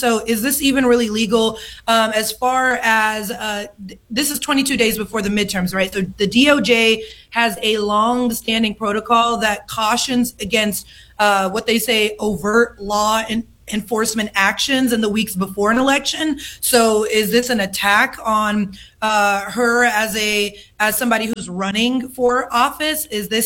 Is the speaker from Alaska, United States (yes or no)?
no; Oklahoma, United States; my home state of Oklahoma